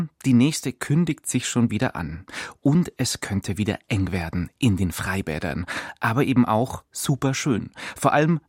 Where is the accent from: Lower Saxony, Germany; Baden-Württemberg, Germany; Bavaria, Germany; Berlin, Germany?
Bavaria, Germany; Munich; als Münchner